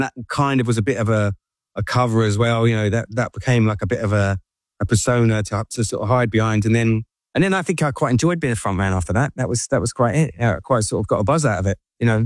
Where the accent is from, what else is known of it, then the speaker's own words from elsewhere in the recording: Eastbourne, South East England, United Kingdom; We grew up in Eastbourne at the time.